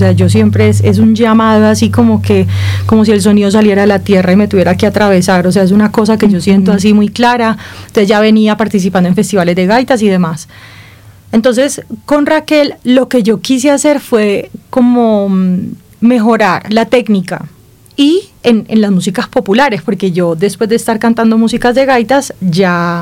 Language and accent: Spanish; La Guajira, Colombia; moved away; also born or lived in Medellín; Yo crecí en La Guajira. Crecí en La Guajira, nací en Medellín, pero crecí en La Guajira.